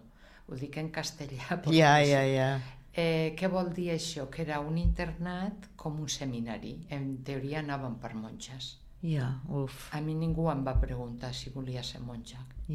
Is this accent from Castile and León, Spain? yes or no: yes; Madrid de las Caderechas, Castile and León, Spain; El meu poble es diu Madrid de les Caderetxes.